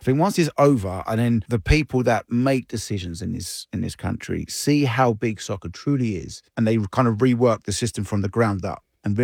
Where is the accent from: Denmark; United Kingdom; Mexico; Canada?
United Kingdom; England; now in Dallas, United States; Well, as an Englishman, it's in my DNA, right?